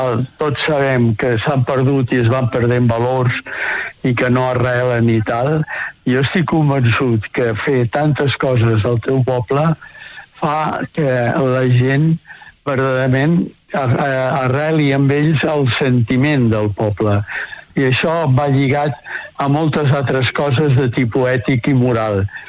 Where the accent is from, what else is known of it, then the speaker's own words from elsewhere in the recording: Barcelona, Catalonia, Spain; jo, que sóc de Barcelona